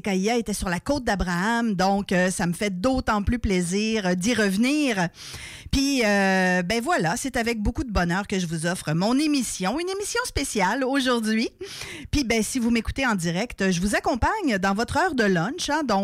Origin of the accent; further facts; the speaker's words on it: Quebec City, Quebec, Canada; moved away; je suis originaire de Québec et mon premier micro ben, fut justement à CKIA.